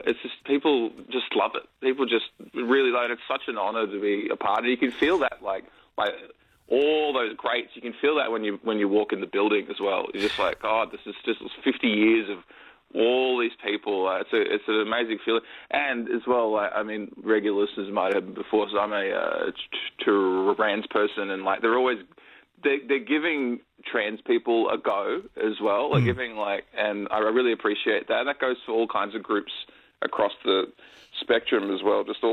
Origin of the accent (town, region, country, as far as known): Sydney, New South Wales, Australia; born or raised there